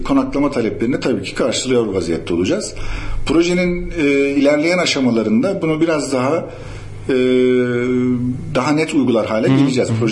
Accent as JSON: {"language": "Turkish", "region": "Afyonkarahisar", "country": "Turkey", "said": "Ben de Afyonluyum bu arada."}